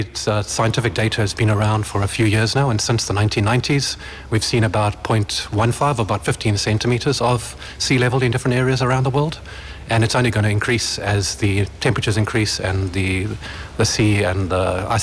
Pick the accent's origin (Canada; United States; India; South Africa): South Africa; moved away as an adult; now in Ireland; I'm sure my accent will give me away, but been here in Ireland now for just over 2.5 years.